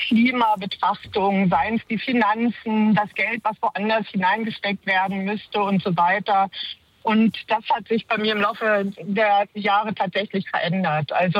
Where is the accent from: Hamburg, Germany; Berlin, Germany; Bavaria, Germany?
Hamburg, Germany; ich glaube schon, dass die Sachen, die für Hamburg geplant sind, mir persönlich gut gefallen. Aber ich bin ja auch Hamburgerin, also wird schon schön sein.